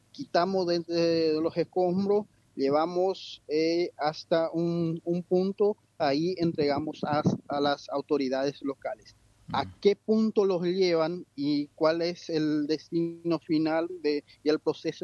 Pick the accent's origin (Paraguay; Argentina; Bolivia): Paraguay; Estamos compuestos por Chile, chilenos, brasileños, argentinos y yo como paraguayo.